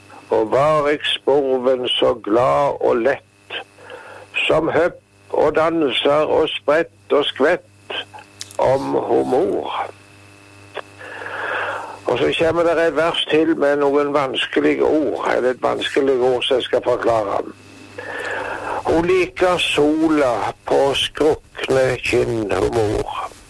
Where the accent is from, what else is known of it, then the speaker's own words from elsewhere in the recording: Rogaland, Norway; Men jeg tenker litt grann tilbake på Jæren der jeg vokste opp.